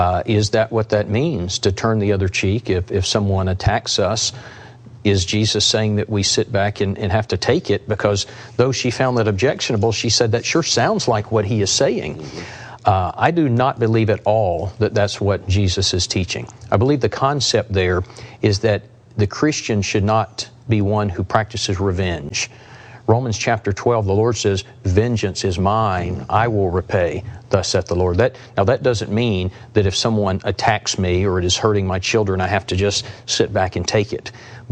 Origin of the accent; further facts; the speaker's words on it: Charleston, South Carolina, United States; I particularly feel the pain, being my hometown.